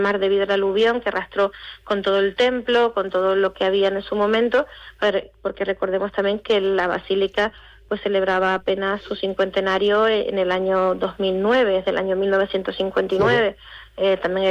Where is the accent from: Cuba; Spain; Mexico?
Spain; Canary Islands; seguir construyendo la identidad que como pueblo canario también nos visibiliza y nos identifica y nos une, al fin y al cabo.